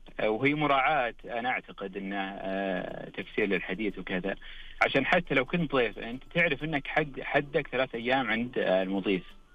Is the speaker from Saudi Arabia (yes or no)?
yes; Ha'il, Ha'il Province, Saudi Arabia